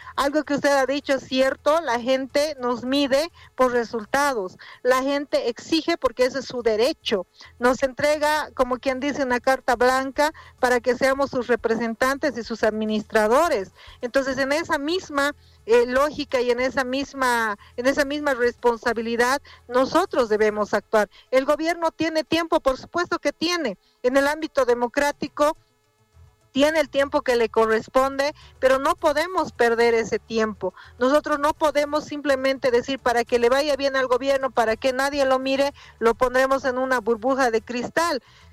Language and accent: Spanish; El Alto, La Paz, Bolivia; como es mi ciudad natal, la ciudad del Alto